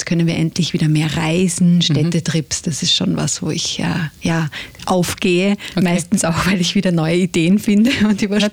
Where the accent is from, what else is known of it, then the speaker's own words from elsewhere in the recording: United Kingdom; Und ich habe ja doch ich bin Britin, ich habe dieses Englische in mir.